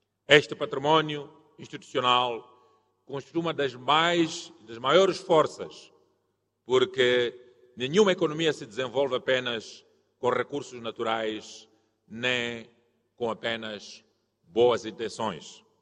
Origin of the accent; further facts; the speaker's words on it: Mozambique; Nós, como moçambicanos